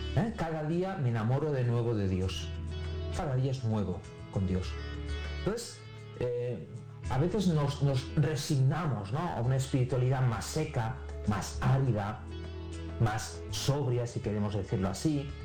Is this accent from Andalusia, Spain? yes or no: no; Barcelona, Catalonia, Spain; mi ciudad, Barcelona, es una ciudad fantástica, es una ciudad que ha dado Cataluña, mi tierra